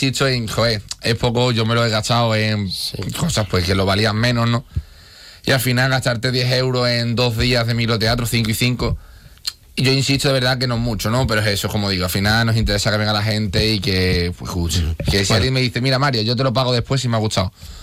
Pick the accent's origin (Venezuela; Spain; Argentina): Spain; Yo soy de San José Obrero desde pequeño. Ajá. Toda la vida allí.